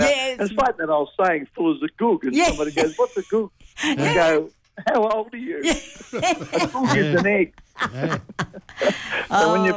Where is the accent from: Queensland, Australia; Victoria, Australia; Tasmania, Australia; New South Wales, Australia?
Victoria, Australia; Melbourne; I grew up in Melbourne.